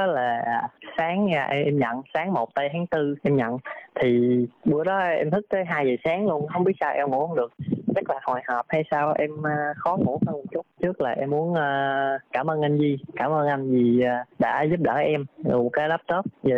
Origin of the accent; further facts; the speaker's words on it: Dong Thap, Vietnam; moved away as an adult; now in Ho Chi Minh City, Vietnam; Em quê Đồng Tháp.